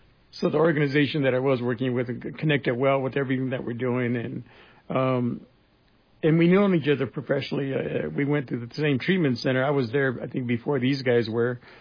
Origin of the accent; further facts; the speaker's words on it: Arizona, United States; I'm an Akrawatam from Hill River, District 6, Komod.